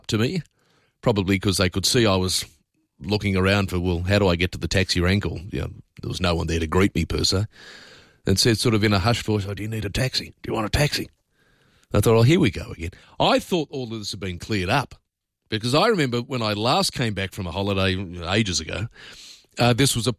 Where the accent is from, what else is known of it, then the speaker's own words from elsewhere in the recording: Australia; I mean, I'm an Australian and I've been around a bit.